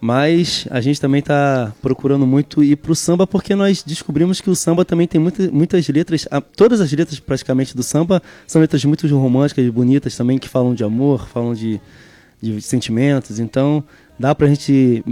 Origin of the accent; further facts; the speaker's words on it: Cabo Frio, Rio de Janeiro, Brazil; Nascido e criado aqui em Cabo Frio.